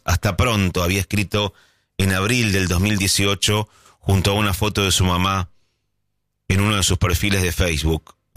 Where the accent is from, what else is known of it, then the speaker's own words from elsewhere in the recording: Buenos Aires, Argentina; now in Mar del Plata, Argentina; yo soy de Buenos Aires y se me vence el alquiler de mi inquilino